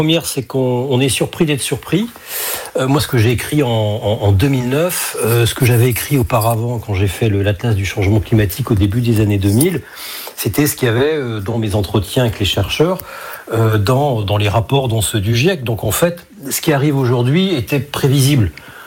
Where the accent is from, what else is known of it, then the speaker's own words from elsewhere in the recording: Hauts-de-France, France; chez moi dans le Nord-Pas-de-Calais, qui à 20 ans n'intéressait strictement personne